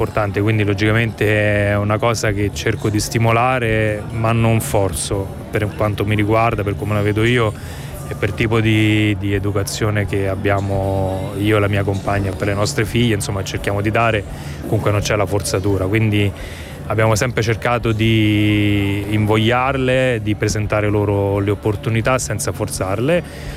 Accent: Naples, Campania, Italy; born there; io sono nato a Napoli

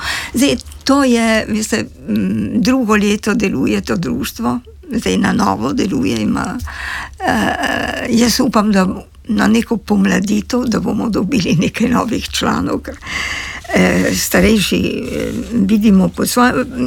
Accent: Trieste, Friuli-Venezia Giulia, Italy; first language Slovenian; Da smo tržačani, čisto krvni, bastardni, če hočete, tržačani. Ker tržačan je mešanček.

